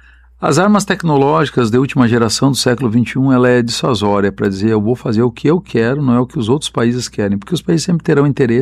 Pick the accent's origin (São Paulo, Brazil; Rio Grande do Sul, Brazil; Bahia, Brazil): Rio Grande do Sul, Brazil; Santiago; also born or lived in Santa Maria, Brazil / Porto Alegre, Brazil; Eu nasci numa cidade militar, nasci em Santiago, estudei em Santa Maria. Passei algumas vezes por Porto Alegre, então meu trânsito era Santiago, Santa Maria e Porto Alegre, esse eixo do maior contingente militar do Brasil, né, o Terceiro Exército. Nasci e me criei ao fundo do quartel-general.